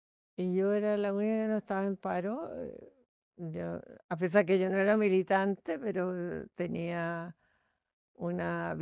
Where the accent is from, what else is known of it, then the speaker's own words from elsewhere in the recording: Valparaíso, Chile; born there; A ver, yo vengo de la Quinta Región. Yo nazco ahí de una familia. Somos siete hermanos y yo me había casado, me había venido a vivir a Santiago el año 71.